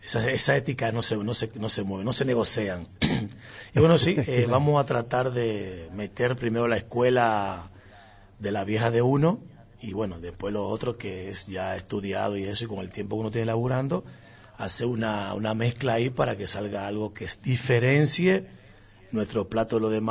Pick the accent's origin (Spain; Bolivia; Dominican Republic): Dominican Republic; moved away as an adult; now in Formosa, Argentina; soy de República Dominicana. Ya hace muchos años que estoy acá en el país.